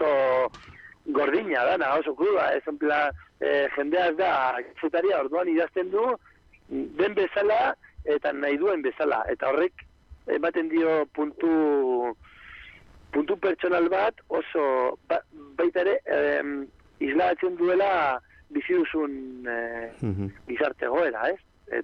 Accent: Bilbao, Basque Country, Spain; Bilboko erreka bezala da, kolorea. Osea, ni bilbotarra naiz eta kolore hau ikusten dut, egunero.

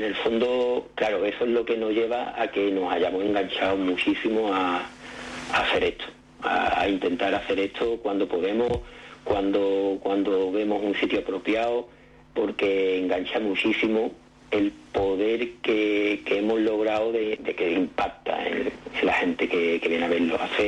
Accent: Morón de la Frontera, Andalusia, Spain; en mi pueblo, en Morón de la Frontera

